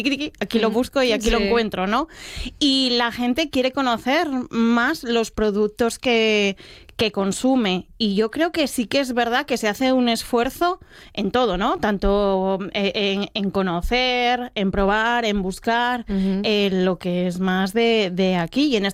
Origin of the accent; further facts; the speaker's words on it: Asturias, Spain; Al final yo también soy guisandera de Asturias y bueno, lo que hacemos es cocina de Asturias y aparte soy asturiana